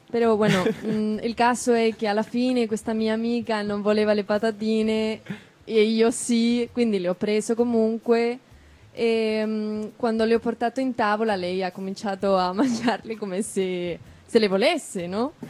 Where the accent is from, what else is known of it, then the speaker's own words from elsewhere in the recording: Spain; Italian is a second language; e mi ero trovata con questa amica anche spagnola, sono spagnola, ok?